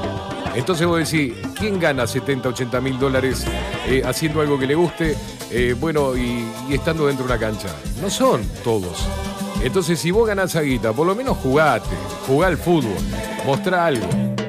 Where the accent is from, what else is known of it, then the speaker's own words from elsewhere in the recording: Uruguay; yo soy muy uruguayo, ¿eh? Uruguayo, pero hasta la médula.